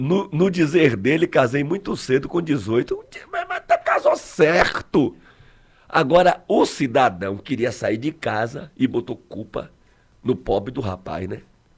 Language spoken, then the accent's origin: Portuguese; Salvador, Bahia, Brazil; now in Arembepe, Brazil; eu sou de Salvador, mas estou hoje morando em Arembepe, ali, região de Camaçari.